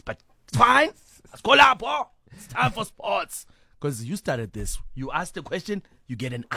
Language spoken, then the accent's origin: English; South Africa; I'm a South African.